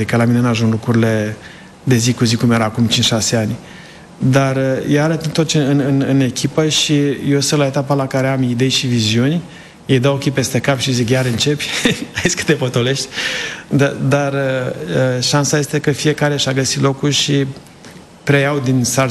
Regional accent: Sibiu County, Romania; moved away as an adult; also born or lived in United States; Sunt de lângă Sibiu. Am stat lângă Copșa Mică

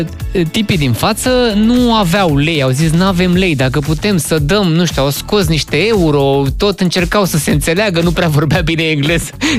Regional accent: Romania; sunt român și am și eu beneficii în România

